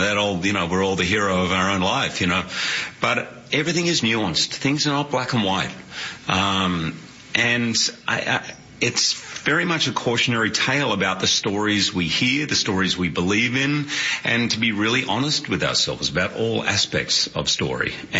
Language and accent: English; Australia; I mean, I grew up in Australia, so we would go to the cricket for 5 days in a row and sit there for 8 hours.